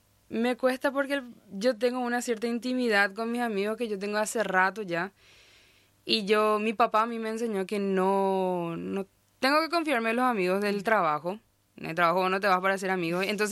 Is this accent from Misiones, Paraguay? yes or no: no; Fernando de la Mora, Central, Paraguay; moved away as an adult; now in Brazil; De Asunción, soy de Fernando de la Mora, pero mi familia materna y mi mamá es de Pedro Juan. Es de ahí donde yo vi esa cultura de hablar tres idiomas en una oración.